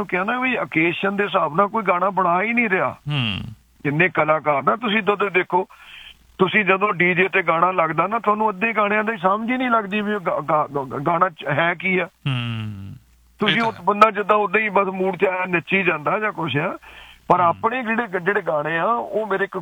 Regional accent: Husainpur, Punjab, India; now in England, United Kingdom; ਅਸੀਂ ਨਕੋਦਰ ਦੇ ਨਾਲ, ਸਾਡਾ ਪਿੰਡ ਆ ਜੀ ਹੁਸੈਨਪੁਰ, ਤੇ ਸਾਨੂੰ ਉਹ ਪਿੰਡਾਂ ਦੀ ਲਫ਼ਜ਼ ਉਹਦਾ ਦੀ ਗੱਲਬਾਤ ਹੋਣੀ ਚਾਹੀਦੀ ਆ।

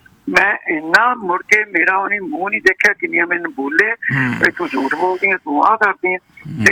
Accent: Pakistan; moved away; ਮੈਂ ਪਾਕਿਸਤਾਨ ਤੋਂ ਆਈ ਸੀ 8-9 ਸਾਲ ਹੋਏ

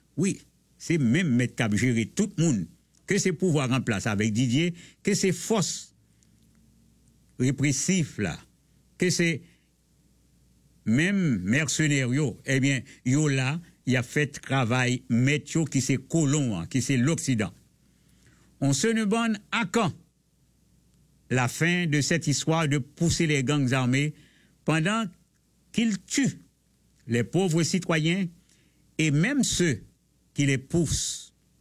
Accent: Haiti; now in Canada; Retournons chez nous en Haïti

